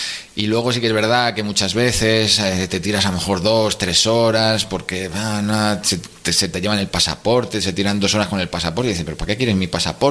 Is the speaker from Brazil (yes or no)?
no; Spain; como español tenemos 90 días